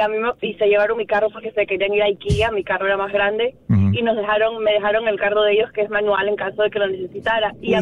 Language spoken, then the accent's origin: Spanish; Ecuador; moved away; crecí en Ecuador